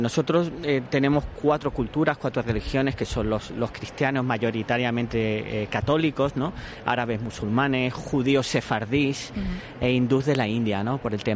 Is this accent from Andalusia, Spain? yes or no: no; Ceuta, Spain